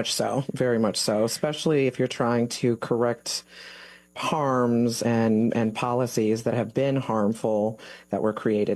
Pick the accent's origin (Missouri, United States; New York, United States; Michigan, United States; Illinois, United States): Illinois, United States; Chicago; Southside, born and bred. Proud Southsider, White Sox fan